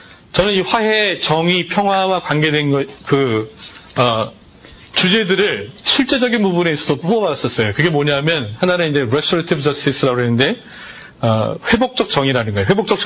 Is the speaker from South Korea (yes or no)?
yes; South Korea; now in Los Angeles, United States; 지금 이 LA 땅 제가 살고 있는 LA 땅에는 얼마나 많은 언어 그룹이 있고 어떤 그룹들이 살고 있는데 나는 한국 사람으로서